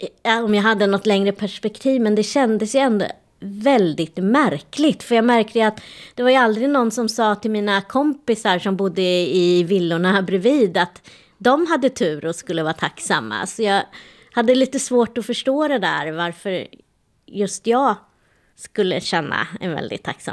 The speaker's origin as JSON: {"language": "Swedish", "country": "Sweden", "tie": "born there", "also_born_or_lived": "India", "said": "jag svarade att jag var adopterad från Indien. Sen fick jag många frågor om jag trivdes, hur det var här i Sverige."}